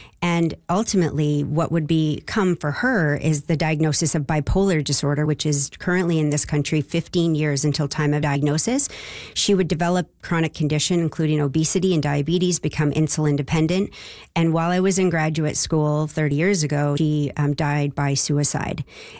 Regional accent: British Columbia, Canada; moved away as an adult; also born or lived in United States; I'm from British Columbia and trained in the U.S. and came back here 11 years ago

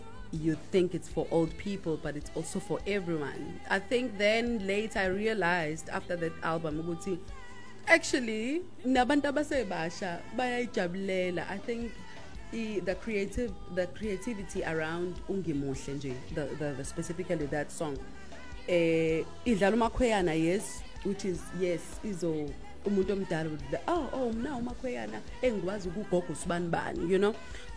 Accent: Mandeni, KwaZulu-Natal, South Africa; I grew up in Mandeni, which is north of KZN. I feel like that grounds me a lot, and all the memories I had or I have around being umuntu wase Mandeni, umZulu, you know, iculture yethu

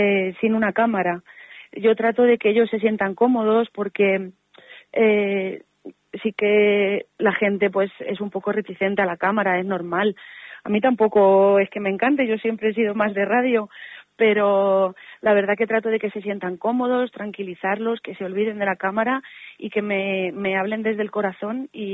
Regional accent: Santa Cruz de los Cáñamos, Castilla-La Mancha, Spain; La gente de mi pueblo, sobre todo, es gente trabajadora, muy trabajadora, la mayoría agricultores, y siempre nos hemos caracterizado por ser gente muy acogedora.

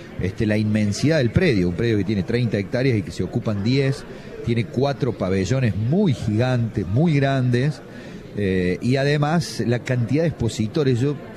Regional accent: Jesús María, Córdoba, Argentina; Somos de Jesús María

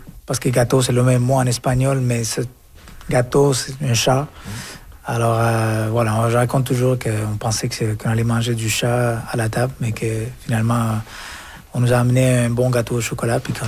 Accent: Colombia; also born or lived in Quebec, Canada; now in Alberta, Canada; je viens de la Colombie, mais j'habitais au Québec, alors je viens du Québec aussi. Puis quand je vais ailleurs, je viens de la Colombie, j'ai passé par le Québec, mais je viens de l'Alberta.

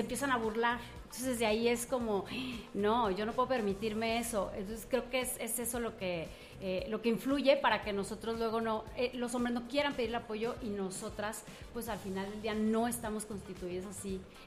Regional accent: Mexico; que para nosotros aquí como mexicanos influye muchísimo

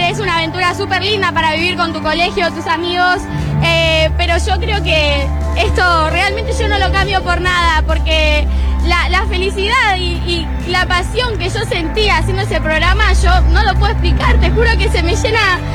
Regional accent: Argentina; el poder estar acá en mi país con mi familia

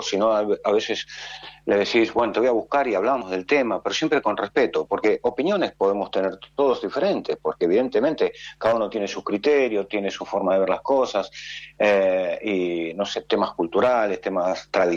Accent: Argentina; Es normalmente lo hacemos totalmente familiar, ¿no? Porque así somos los argentinos.

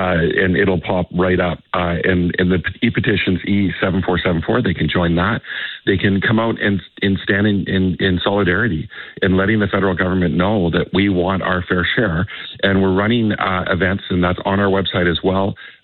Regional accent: British Columbia, Canada; us as British Columbians

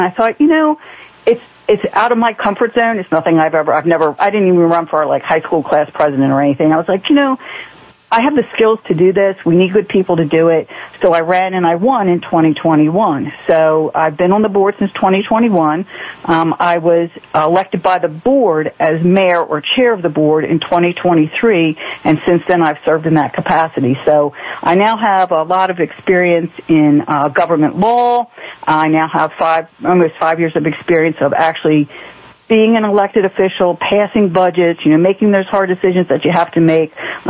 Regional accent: Baltimore, Maryland, United States; moved away as an adult; now in Harford County, United States; Me personally, I grew up in Baltimore City. My dad was looking to move to Harford County, so I rode the bus from Baltimore City out to John Carroll for high school.

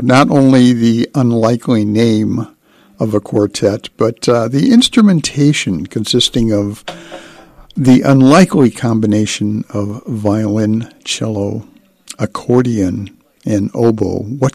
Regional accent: South Bend, Indiana, United States; my hometown of South Bend in northern Indiana, a large population of Polish people.

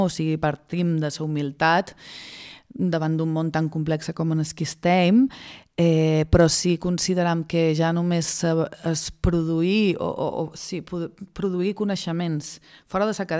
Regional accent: Menorca, Balearic Islands, Spain; moltes de les persones que som de Menorca

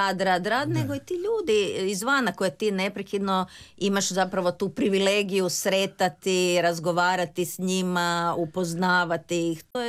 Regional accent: Zagreb, City of Zagreb, Croatia; Ja sam rođena u Zagrebu, tu sam završila gimnaziju, filozofski fakultet, komparativnu književnost i filozofiju

